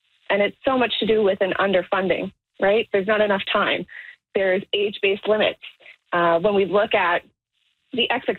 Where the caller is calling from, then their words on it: Toronto, Ontario, Canada; Hi, so like I said … I'm calling in from Toronto on behalf of Never Too Late